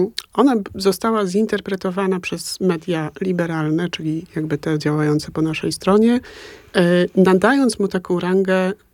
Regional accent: Łódź, Łódź Voivodeship, Poland; ja pochodzę z łódzkiego podwórka

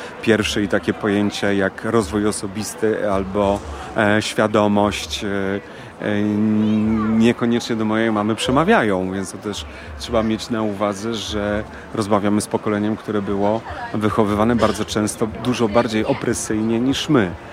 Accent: Kraków, Lesser Poland, Poland; now in Warsaw, Poland; Ja mamę chcę zabrać do Warszawy. Jestem z Krakowa.

